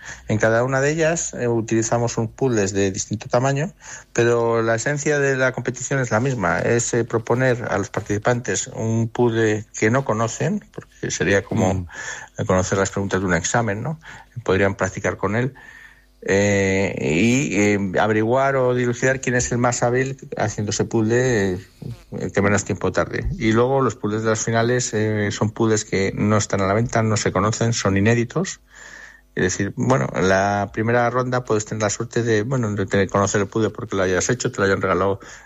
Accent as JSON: {"language": "Spanish", "town": "Valladolid", "region": "Castile and León", "country": "Spain", "said": "Bueno, pues las personas que lo hemos promovido somos de aquí, de Valladolid."}